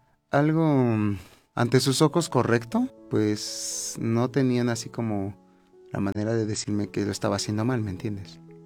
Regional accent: Pachuca, Hidalgo, Mexico; born there; nací aquí en Pachuca, Hidalgo, en el año 92, del 3 de enero.

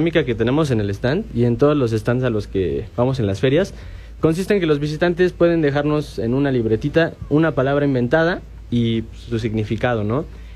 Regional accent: State of Mexico, Mexico; now in Pachuca, Mexico; Bueno, soy originario del Estado de México, pero radico en Pachuca.

